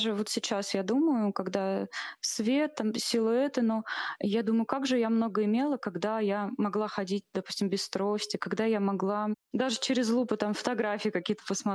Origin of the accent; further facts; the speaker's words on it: Tomsk, Tomsk Oblast, Russia; Вот все-таки домой хотелось, в родные края. И мы вернулись в Томск. И я уже здесь устроилась в детскую поликлинику массажистом.